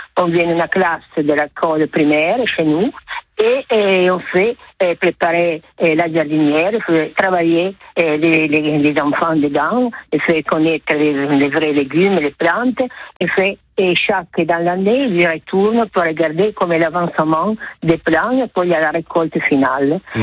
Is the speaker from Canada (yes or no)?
no; Italy; accent: Italian; French is a second language; si ça vous écoutez, mon accent c'est italien